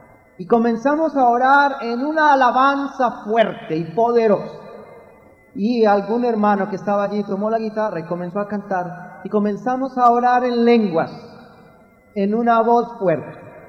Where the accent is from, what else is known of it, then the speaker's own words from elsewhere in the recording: Medellín, Antioquia, Colombia; now in Bogotá, Colombia; yo llegué a Italia a estudiar teología espiritual, me preguntaron en el aeropuerto cuando dije que era de Medellín, Colombia.